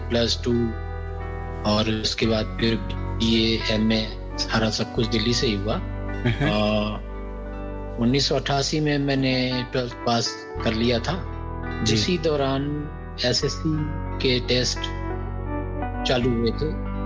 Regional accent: Kanpur, Uttar Pradesh, India; now in Delhi, India; मैं मूलतः तो यूपी में कानपुर डिस्ट्रिक्ट से बिलोंग करता हूँ

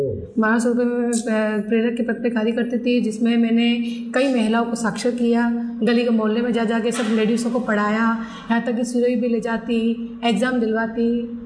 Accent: Abu Road, Rajasthan, India; मैं सातपुर से आती हूँ, सातपुर आबू रोड से आती हूँ।

